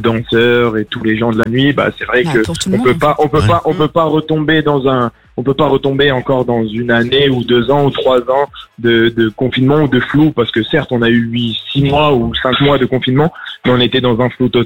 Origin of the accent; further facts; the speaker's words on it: Paris, Île-de-France, France; Je viens de Paris.